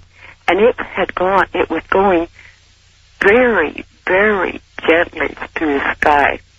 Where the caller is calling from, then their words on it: Redding, California, United States; I live in Redding, California.